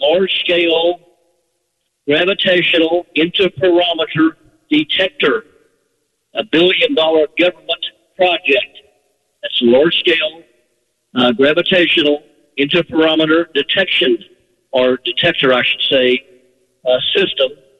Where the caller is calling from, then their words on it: Mandeville, Louisiana, United States; I'm calling you from Mandeville, Louisiana. That's Mandeville, Louisiana. Okay, and it's a very clean-cut, very affluent area.